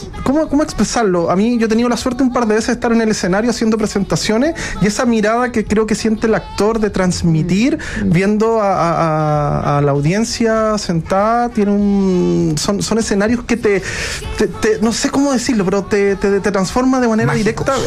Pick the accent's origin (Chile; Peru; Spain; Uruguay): Chile